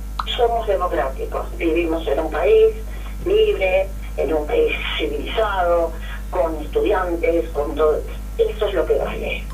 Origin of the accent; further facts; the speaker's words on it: Rosario, Santa Fe, Argentina; yo soy el normal número 2, porque soy de Rosario